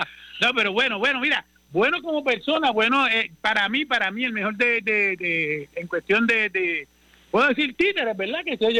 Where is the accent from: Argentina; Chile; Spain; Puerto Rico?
Puerto Rico; Mayagüez; yo soy de Puerto Rico.